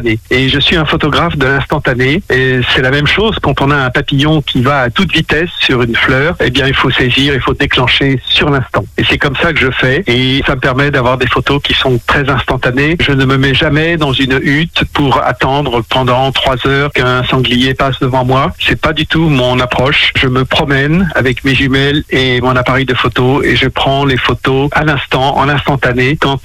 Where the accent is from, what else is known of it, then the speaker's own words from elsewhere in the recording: Pays de la Loire, France; born there; Écoutez, je suis né dans le Saônois, à Lierbeauvoir. Mon père était agriculteur et j'ai passé toute ma jeunesse dans ce beau pays du Saônois